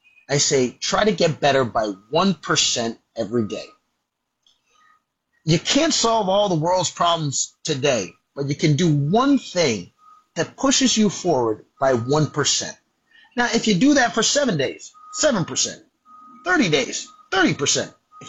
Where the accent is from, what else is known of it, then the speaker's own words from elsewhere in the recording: Canada; But I would always like to think, as a Canadian, you always are humble and you're always kind to everyone.